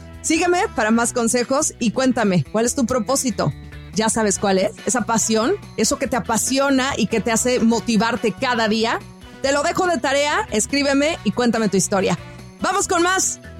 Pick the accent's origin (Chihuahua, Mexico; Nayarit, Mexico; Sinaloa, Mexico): Sinaloa, Mexico; Mazatlán; moved away; Soy la mazatleca que anda por acá viajando por el mundo